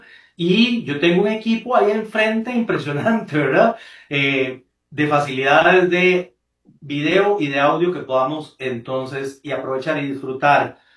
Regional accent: Cartago, Costa Rica; allá en mi provincia de Cartago

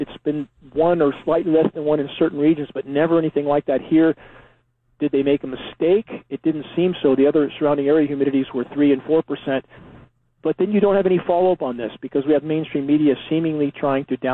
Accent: California, United States; moved away as an adult; now in Northern California, United States; wanted to get out of Southern California smog where I grew up, finally got to Northern California, wilderness location, east side of Lake Shasta

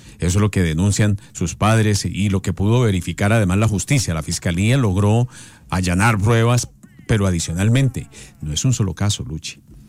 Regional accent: Boyacá, Colombia; yo soy del Valle. Del Valle de Tenza.

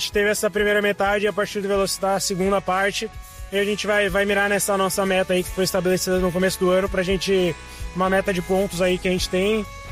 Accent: Santa Cruz, Brazil; Eu nasci em Santa Cruz e cresci lá.

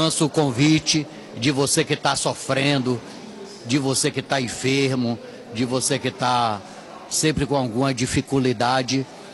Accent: Feira de Santana, Bahia, Brazil; now in São Paulo, Brazil; Eu sou lá de Feira de Santana.

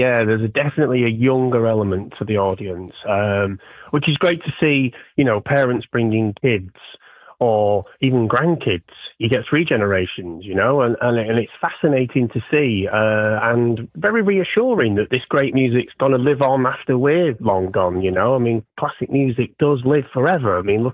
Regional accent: United Kingdom; Well, no, I'm British

